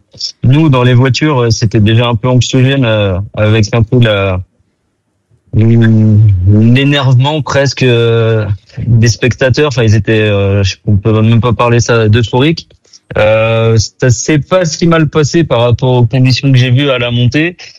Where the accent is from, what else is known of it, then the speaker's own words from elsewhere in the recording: France; en tant que Français